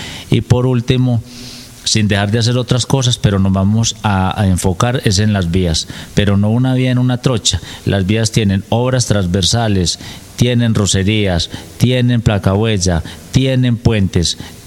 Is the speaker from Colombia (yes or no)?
yes; Caicedo, Antioquia, Colombia; Soy de Caicedo